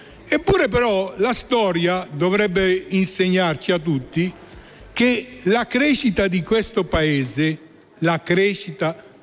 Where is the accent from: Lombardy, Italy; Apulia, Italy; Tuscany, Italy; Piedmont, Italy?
Lombardy, Italy; Brianza; io sono lombardo, orgogliosamente brianzolo lombardo, cittadino italiano e del mondo